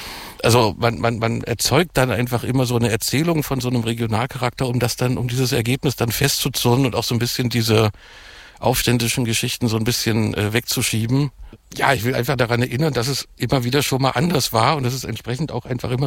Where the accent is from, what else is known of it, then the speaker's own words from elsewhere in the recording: Saxony-Anhalt, Germany; born there; Ich komme theoretisch aus Sachsen-Anhalt, aber ich bin halt schon in der DDR geboren, also da war es noch Bezirk Halle und der Kreis Quedlinburg.